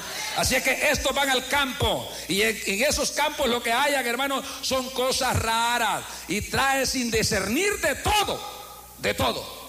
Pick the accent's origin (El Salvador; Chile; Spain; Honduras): El Salvador; La Unión; soy de aquí de Oriente, soy de la Unión, vivo predicando en todo este Oriente, vivo predicando en este país, en Centroamérica.